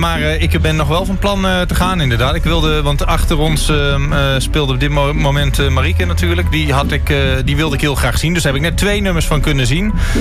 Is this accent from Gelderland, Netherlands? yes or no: yes; Doetinchem, Gelderland, Netherlands; Ik kom ook uit Doetinchem. Dus ik ben ook sinds mijn jeugd altijd naar Merlijn bijvoorbeeld geweest.